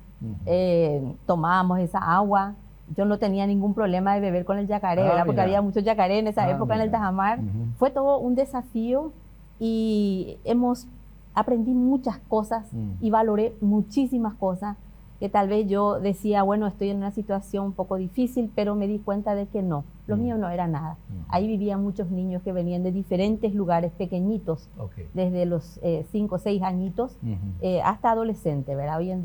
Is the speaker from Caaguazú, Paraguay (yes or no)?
yes; Coronel Oviedo, Caaguazú, Paraguay; born there; Muy bien, nací en Coronel Oviedo.